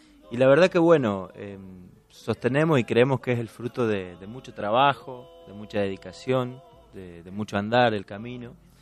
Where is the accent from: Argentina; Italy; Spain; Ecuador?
Argentina; Melo, Córdoba; now in Laboulaye, Argentina; pero no soy de la Boulaye. Soy de Melo, de un pueblito muy cercano a la Boulaye. Vivo en la Boulaye, claro.